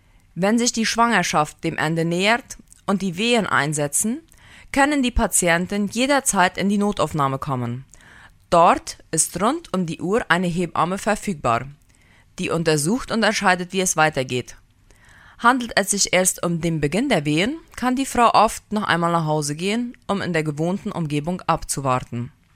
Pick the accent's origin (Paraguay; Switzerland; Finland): Paraguay; Filadelfia, Boquerón; der Regier. Ich komme aus Philadelphia und arbeite im Krankenhaus Philadelphia.